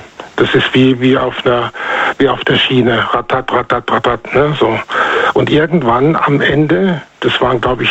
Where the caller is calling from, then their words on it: North Rhine-Westphalia, Germany; aus dem Rhein-Sieg-Kreis.